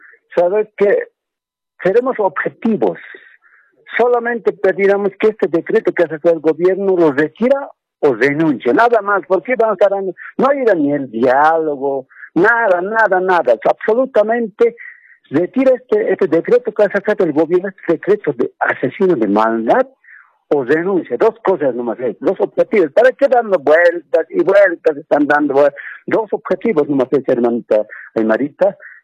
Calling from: La Paz, Bolivia; Aquí estoy llamando de la ciudad de La Paz.

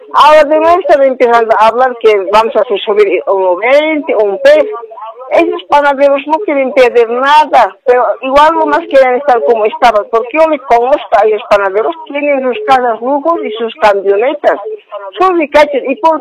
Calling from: La Paz, Bolivia; Yo llamo de Ciudad de la Paz de la Ollada

